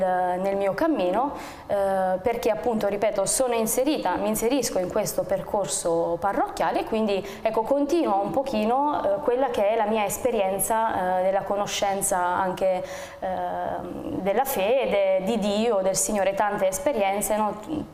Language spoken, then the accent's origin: Italian; Foggia, Apulia, Italy; io sono di Foggia, sono pugliese di origine, quindi ecco, nella mia parrocchia d'appartenenza, Santi Guglielmo e Pellegrino